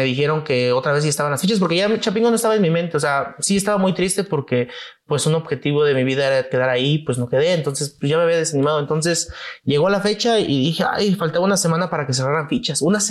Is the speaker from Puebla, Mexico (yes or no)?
no; Salvatierra, Guanajuato, Mexico; yo soy originario, pues orgullosamente de Salvatierra, Guanajuato. Estamos en el Bajío, guanajuatense, muy agrícola, muy productor.